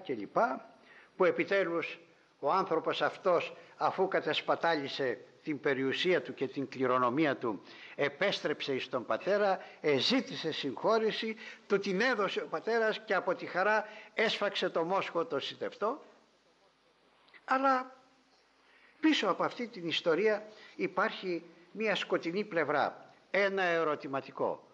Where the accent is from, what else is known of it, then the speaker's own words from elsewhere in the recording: Ikaria, North Aegean, Greece; moved away; στην πατρίδα μου την Ικαρία, όπου έχω ησυχία όταν πάω